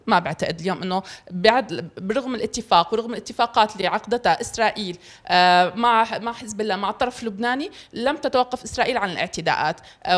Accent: Quneitra Governorate, Syria; صحفية، وأنا من أبناء الجولان السوري المحتل.

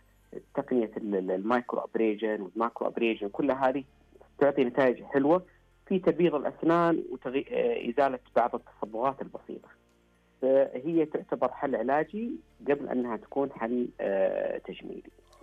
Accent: Saudi Arabia

